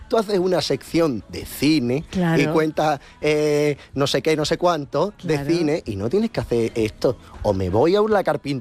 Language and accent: Spanish; Frigiliana, Andalusia, Spain; soy de Frigiliana. Y con orgullo